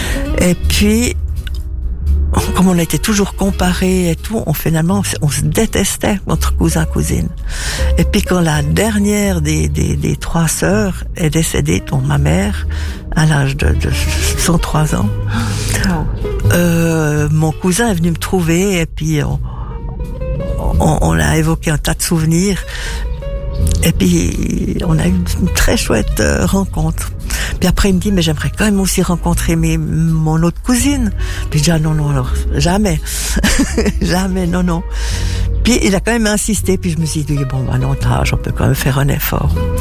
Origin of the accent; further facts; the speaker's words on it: Basel, Basel-Stadt, Switzerland; born there; also born or lived in Lausanne / Colombier; J'ai vécu à Bâle.